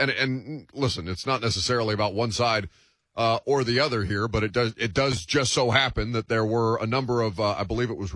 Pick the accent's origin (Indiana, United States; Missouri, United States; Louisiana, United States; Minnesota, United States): Indiana, United States; I'm from Indiana. I went to Indiana.